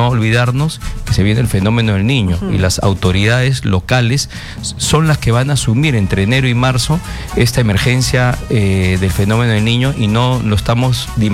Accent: Lima, Peru; siempre mi vida ha estado en Pueblo Libre. He vivido en Parque Santa María, después en la vía militar, y hoy vivo en Paso de los Andes

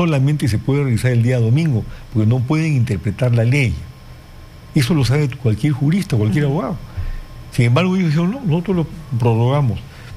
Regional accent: Peru; Como peruano responsable y demócrata

